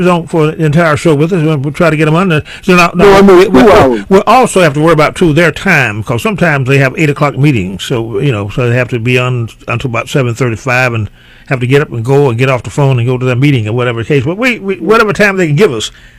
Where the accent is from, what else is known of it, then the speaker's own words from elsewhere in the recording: North Carolina, United States; Yeah, North Carolina.